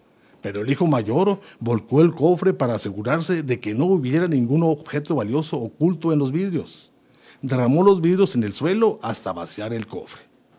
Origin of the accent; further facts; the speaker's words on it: Camargo, Mexico; somos de Camargo.